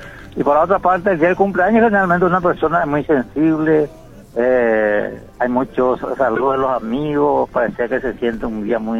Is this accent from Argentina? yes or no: no; Paraguay